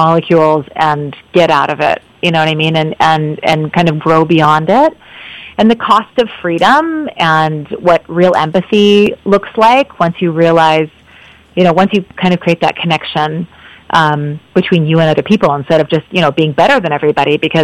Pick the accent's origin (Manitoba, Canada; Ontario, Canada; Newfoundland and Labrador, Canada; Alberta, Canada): Alberta, Canada; I grew up in the Bible Belt of fundamentalist evangelicalism in central Alberta.